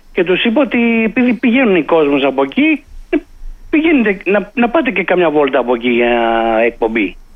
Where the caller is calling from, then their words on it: Kallithea, Attica, Greece; από Καλλιθέα.